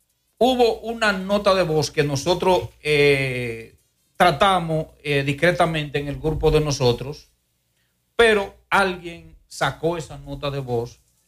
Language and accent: Spanish; Moca, Espaillat, Dominican Republic; Buenas tardes a mi pueblo moscano.